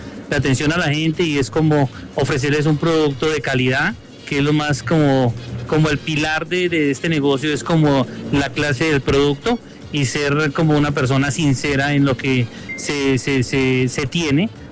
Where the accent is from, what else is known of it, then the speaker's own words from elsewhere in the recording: Ramiriquí, Boyacá, Colombia; moved away as an adult; y más que yo soy de acá, entonces me gustó hacerlo de esta manera, y más como al lado del barrio donde siempre, pues, donde nací, ¿no?